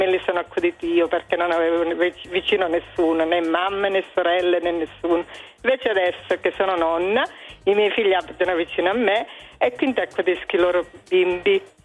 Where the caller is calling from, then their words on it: Frankfurt, Hesse, Germany; io chiamo da Francoforte in Germania.